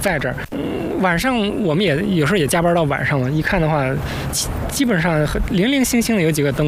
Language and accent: Chinese; China; moved away as an adult; now in Adama, Ethiopia